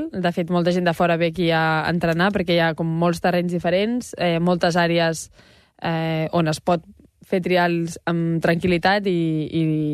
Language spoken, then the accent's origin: Catalan; Terrassa, Catalonia, Spain; Jo sí, jo sí. Molt fidel a Terrassa.